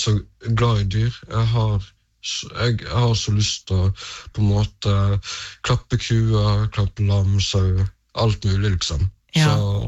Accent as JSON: {"language": "Norwegian", "town": "Bergen", "region": "Vestland", "country": "Norway", "moved": "yes", "lives_now": "Oslo, Norway", "said": "Dere hører jo sikkert at jeg ikke er fra Oslo, jeg er fra Bergen, men jeg bor i Oslo."}